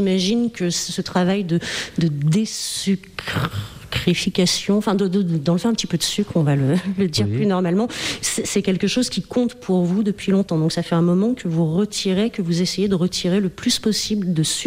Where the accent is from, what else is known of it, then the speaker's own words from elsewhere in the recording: France; Moi, en tant que Française, je dis chocolat